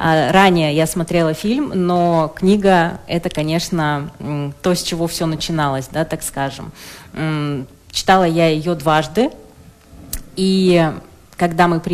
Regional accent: Chelyabinsk, Chelyabinsk Oblast, Russia; born there; Я родилась в Челябинске, на Южном Урале

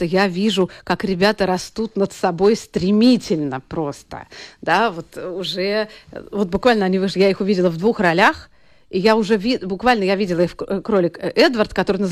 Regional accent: Saint Petersburg, Russia; я сама из Петербурга

